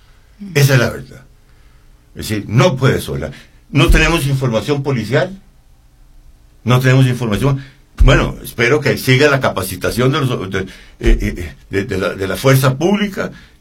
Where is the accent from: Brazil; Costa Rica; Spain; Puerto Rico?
Costa Rica